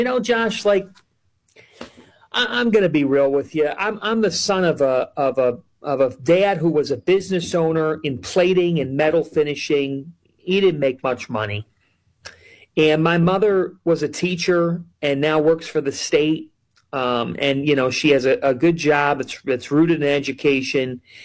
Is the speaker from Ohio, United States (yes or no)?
yes; Cleveland, Ohio, United States; and I don't like the pity party because I'm from Cleveland.